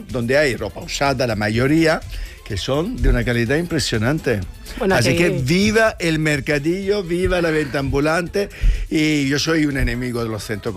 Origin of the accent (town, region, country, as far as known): Italy; born or raised there; now in Spain